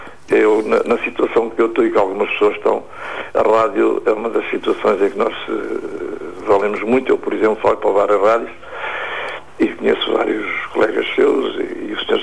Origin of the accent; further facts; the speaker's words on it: Vimeiro, Lisbon, Portugal; onde está as termas do Vimeiro, onde eu fui criado também.